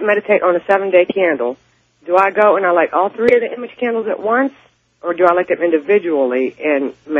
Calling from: Aliquippa, Pennsylvania, United States; I'm calling from Aliquippa, Pennsylvania.

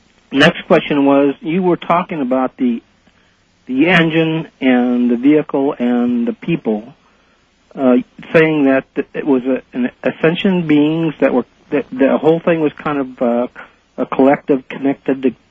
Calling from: San Francisco, California, United States; from San Francisco.

